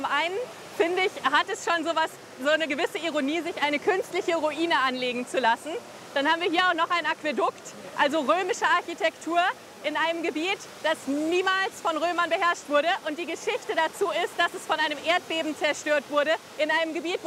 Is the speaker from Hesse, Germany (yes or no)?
yes; Baunatal, Hesse, Germany; moved away as an adult; also born or lived in Hamburg / Vienna / Japan; ich komme zwar hier aus Baunatal, aus der Gegend